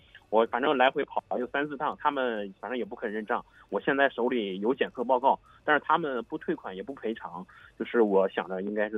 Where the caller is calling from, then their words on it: Chengdu, Sichuan, China; 就是我是成都的